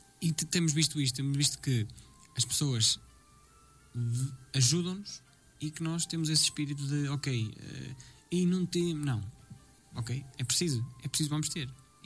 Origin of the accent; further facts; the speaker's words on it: Portugal; nós somos portugueses